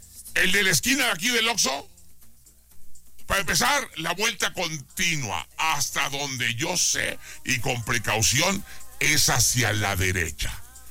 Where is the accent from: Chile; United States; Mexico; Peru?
Mexico; Pero pensar, somos mexicanos. Y pues podemos andar donde se nos dé nuestra chingada gana, ¿no?